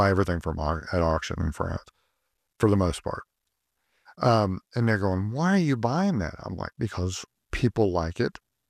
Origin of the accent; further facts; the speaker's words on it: Oklahoma, United States; also born or lived in Norfolk / Richmond; I'm a hick from Oklahoma, and like most people, I was in the Navy, and that's how I ended up in Norfolk. And then I went and got my master's degree in Richmond.